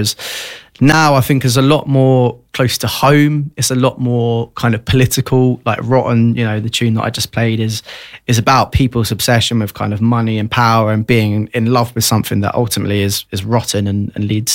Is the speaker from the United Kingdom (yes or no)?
yes; London, United Kingdom; Look, I'm not going to go into specifics, but yeah, I grew up in East London. I'm very well spoken now because of radio